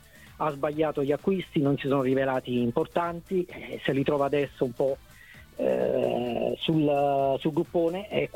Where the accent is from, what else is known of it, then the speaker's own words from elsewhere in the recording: Naples, Campania, Italy; faccio le corna ovviamente da buon napoletano